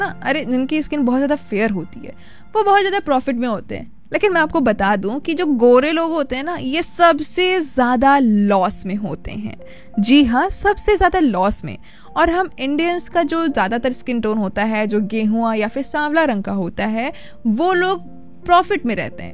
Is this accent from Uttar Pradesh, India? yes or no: yes; Uttar Pradesh, India; हम उत्तर प्रदेश से हैं